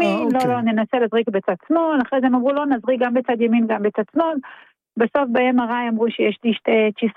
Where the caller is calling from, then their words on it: Kiryat Bialik, Haifa District, Israel; אני מקריית ביאליק.